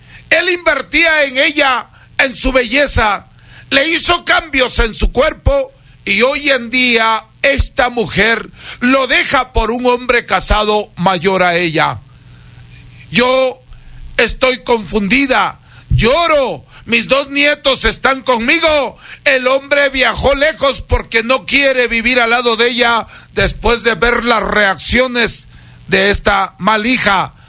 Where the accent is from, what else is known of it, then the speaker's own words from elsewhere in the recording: Huancabamba, Piura, Peru; yo soy de Huancabamba, Perú. Conozco de hierbas, de baños, de plantas y de perfumes.